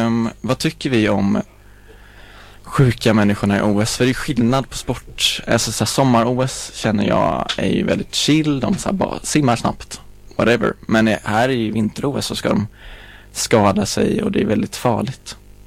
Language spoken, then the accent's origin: Swedish; Gränna, Jönköping County, Sweden; Det är en söndag morgon hemma i Gränna.